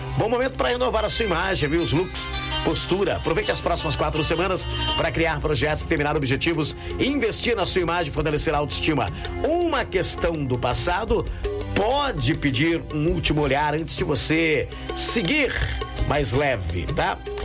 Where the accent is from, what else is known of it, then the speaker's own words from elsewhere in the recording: Descalvado, São Paulo, Brazil; moved away; Ah, alô, Descalvado, querida! Minha terra amada e inesquecível, onde tudo começou em minha vida, em 1983.